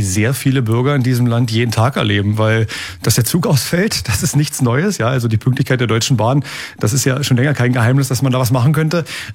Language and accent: German; Tangermünde, Saxony-Anhalt, Germany; für mich ist Heimat da, wo ich herkomme, zu Hause, Tangermünde in meinem Fall. Aber auch unser ganzes wunderschönes Bundesland ist für mich Heimat.